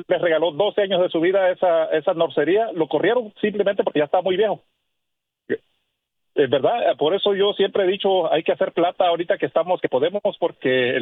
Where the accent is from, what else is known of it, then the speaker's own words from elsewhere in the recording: Mississippi, United States; yo soy de Mississippi, pero vengo a Alabama a agarrar plantas para jardines nuevos